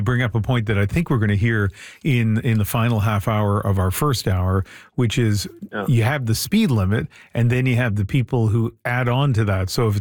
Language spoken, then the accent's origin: English; New Brunswick, Canada; It's funny, when I was growing up in New Brunswick, long before social